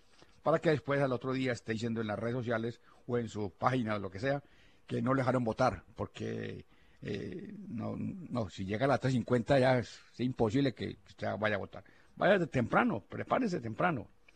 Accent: Santa Rosa, Colombia; now in Boston, United States; Yo no soy de Santa Rosa, pero igual. Pues me crié ahí desde los 5 años, estoy viviendo allá.

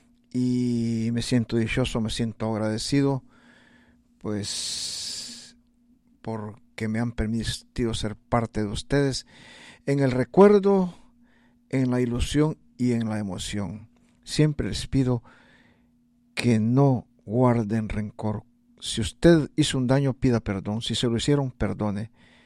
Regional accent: San Miguel, El Salvador; nosotros que somos de San Miguel, ahí en El Salvador

